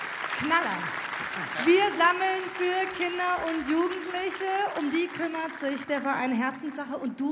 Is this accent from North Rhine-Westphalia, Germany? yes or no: yes; North Rhine-Westphalia, Germany; Ich komme aus Nordrhein-Westfalen